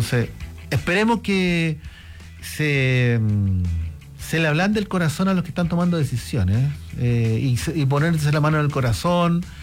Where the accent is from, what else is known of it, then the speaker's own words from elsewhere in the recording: Valparaíso, Chile; now in Coyhaique, Chile; yo soy de la quinta región y no soy de Valparaíso